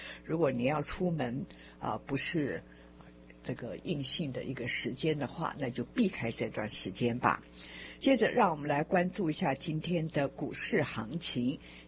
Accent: Penghu County, Taiwan; born there; 我其实是在澎湖出生的然后没有什么太多的记忆了

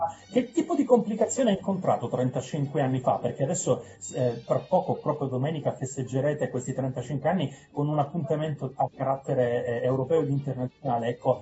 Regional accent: Calabria, Italy; now in Perugia, Italy; io sono attualmente a Perugia e sono calabrese

